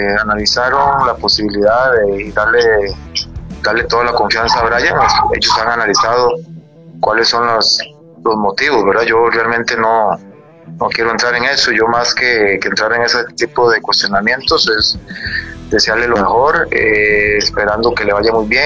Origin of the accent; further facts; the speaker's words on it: Costa Rica; En Costa Rica habemos, me meto en el saco porque soy costarricense